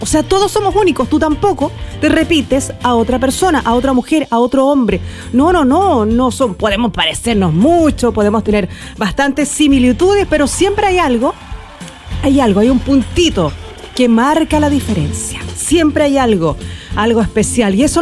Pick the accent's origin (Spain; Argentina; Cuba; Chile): Chile; San Pedro, Biobío; pude apreciar ahí sobre todo de donde yo vengo en San Pedro, los chiquillos feriantes, comerciantes ya armando sus puestos